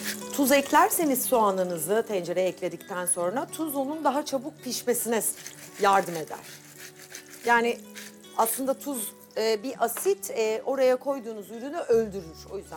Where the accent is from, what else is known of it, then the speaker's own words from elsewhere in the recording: Black Sea Region, Turkey; Her yöreye göre farklı biliyorsunuz. Ben Karadenizliyim. Dolayısıyla bizde kara lahana yemeği yapılır.